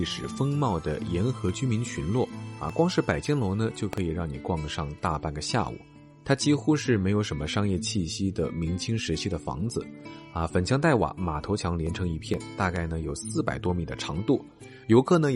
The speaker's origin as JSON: {"language": "Chinese", "region": "Jiangxi", "country": "China", "tie": "born or raised there", "said": "虽然是在我的老家"}